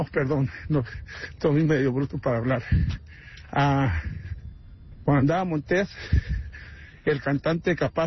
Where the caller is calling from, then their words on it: Chicago, Illinois, United States; Porque yo soy aquí en Chicago